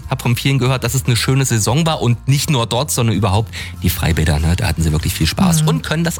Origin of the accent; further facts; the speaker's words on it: Steinbach-Hallenberg, Thuringia, Germany; Ich habe gesehen, dass in meiner Heimat Steinbach-Hallenberg noch bis nächste Woche Freitag geöffnet ist.